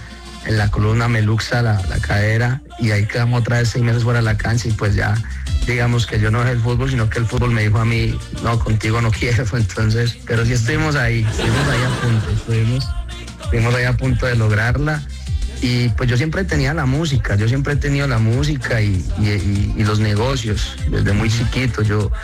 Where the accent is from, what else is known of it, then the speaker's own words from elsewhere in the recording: San Carlos, Antioquia, Colombia; mi mamá me manda a presentarme un festival de la canción allá en San Carlos, en mi tierra natal